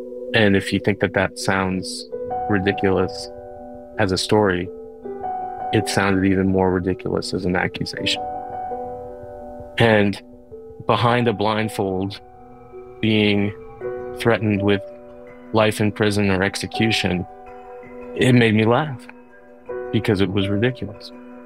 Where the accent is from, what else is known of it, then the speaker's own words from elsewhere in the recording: California, United States; Look, I was born and raised in California.